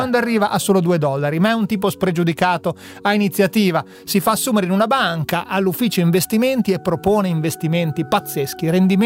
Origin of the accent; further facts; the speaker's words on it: Emilia-Romagna, Italy; della mia terra, la Romagna